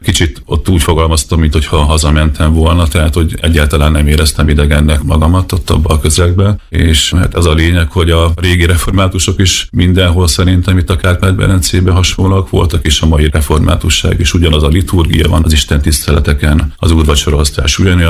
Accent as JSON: {"language": "Hungarian", "region": "Szabolcs-Szatmár-Bereg", "country": "Hungary", "tie": "born or raised there", "said": "én egy kis szabolcsi faluban nőttem fel, ott édesapám lelkész volt egészen nyugdíjas koráig, és én gyakorlatilag egy ilyen gyülekezetben nőttem fel, tehát egészen kisgyerekkoromban költöztünk oda"}